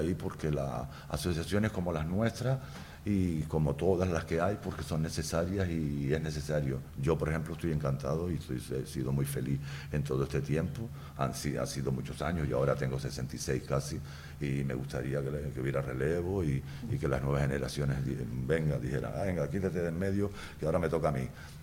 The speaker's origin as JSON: {"language": "Spanish", "area": "Fuerteventura", "region": "Canary Islands", "country": "Spain", "said": "Si van por Fuerteventura, que sepan que por ahí estamos. … que todo el mundo me conoce."}